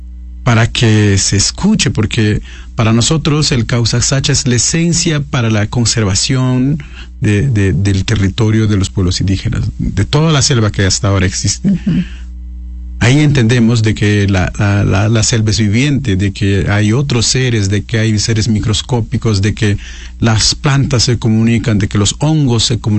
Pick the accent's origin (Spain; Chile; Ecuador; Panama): Ecuador; Sarayaku, Pastaza; Acabo de llegar de Puyo, uh-huh. Y por ende de mi pueblo Sarayacu.